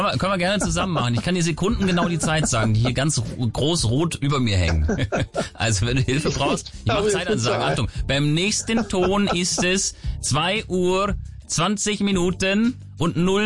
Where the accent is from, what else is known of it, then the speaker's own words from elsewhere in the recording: Hesse, Germany; Nein, ich habe ja gerade gesagt, ich komme aus Hessen.